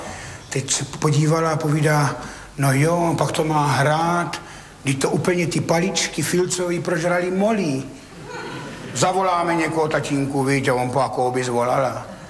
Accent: Ivančice, South Moravian Region, Czechia; já jsem z Ivančic

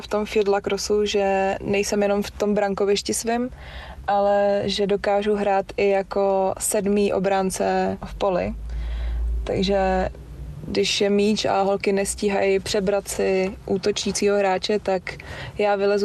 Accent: Prague, Czechia; Je to tak, Radotín je taková lacrosová vesnice. Ovlivnilo to dost. Myslím si, že kdybych bydlela někde jinde v Praze

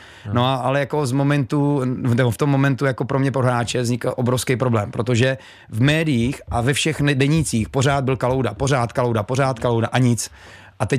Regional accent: Brno, South Moravian Region, Czechia; konečně tady zase někdo z Brna

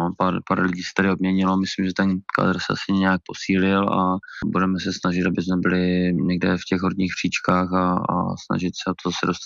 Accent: Moravia, Czechia; Protože vlastně oba s manželkou jsme z Moravy, tak a na Moravě jsem to moc neodehrál, takže jsme se jako rozhodli, že se jako vrátíme.

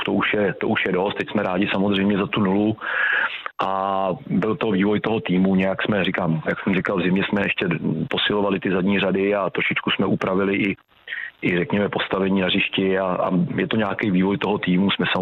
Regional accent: Prague, Czechia; moved away; když jsem byl, řeknu, malý, tak jsem původem z Prahy

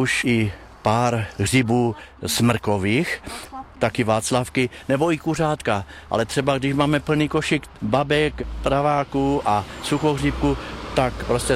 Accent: Bruntál, Moravian-Silesian Region, Czechia; My tady už jezdíme možná 20 roků a jsme z Bruntálu.

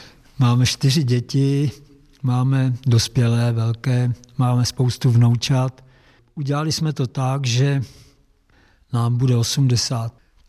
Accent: Liberec, Liberec Region, Czechia; born there

